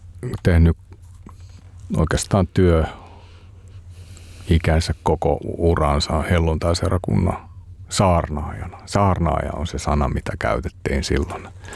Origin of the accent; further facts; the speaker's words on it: Raahe, North Ostrobothnia, Finland; Ja mä menin sinne niin kuin uutena ja Raahe on mun kotipaikka siinä mielessä, että vanhemmat asuu siellä edelleenkin.